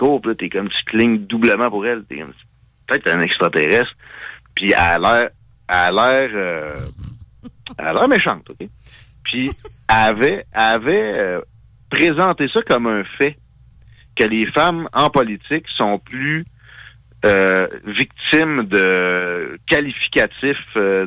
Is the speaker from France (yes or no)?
no; Canada; born there; même si je suis né au Canada